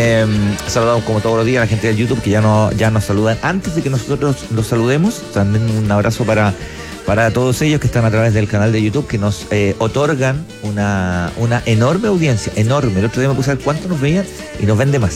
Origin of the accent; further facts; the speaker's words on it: Chile; Es porque nacimos en Chile y vivimos en Chile. Exacto. Toda la vida y todas esas cosas.